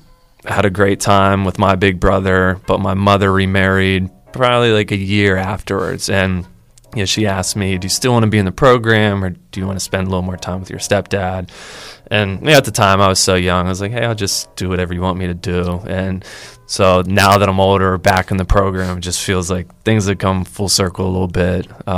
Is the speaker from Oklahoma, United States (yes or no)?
no; Greensburg, Pennsylvania, United States; I'm from Westmoreland County. I'm from Greensburg. I went to the University of Pittsburgh, graduated in 2012.